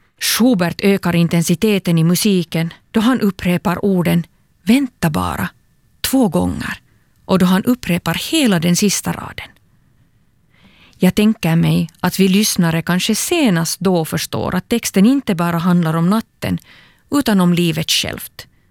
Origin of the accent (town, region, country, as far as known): Turku, Southwest Finland, Finland